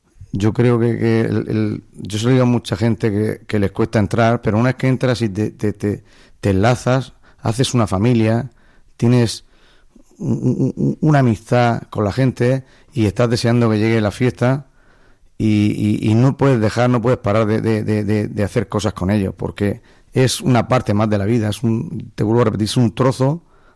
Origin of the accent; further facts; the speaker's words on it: Orihuela, Valencian Community, Spain; yo soy del Rabaloche, ¿eh? Y como rabalochero que soy, pues me gustan las cosas de Orihuela.